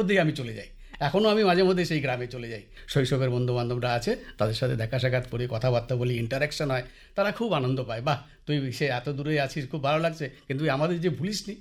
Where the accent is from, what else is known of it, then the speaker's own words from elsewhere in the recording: Alipurduar, West Bengal, India; আমি প্রত্যন্ত গ্রাম থেকে পড়াশোনা করে এসেছি, আমি সেখানে থেকেছি। জন্ম হয়েছে আলিপুরদুয়ারে, কিন্তু বড় হয়েছি নারাথলিতে, কামাখ্যাপুরিতে।